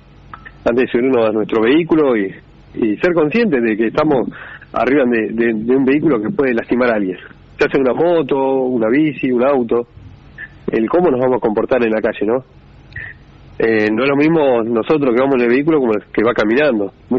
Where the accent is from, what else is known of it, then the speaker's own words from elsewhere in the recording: Argentina; now in Punta Alta, Argentina; Eso habla de la empatía que tenemos como argentinos, ¿no es cierto? Sabe pasar acá en Punta Alta